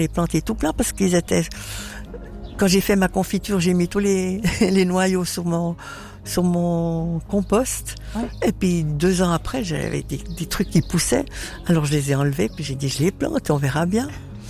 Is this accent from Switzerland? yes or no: yes; Basel, Basel-Stadt, Switzerland; Puis j'ai grandi à Bâle, mais j'étais beaucoup, beaucoup placée.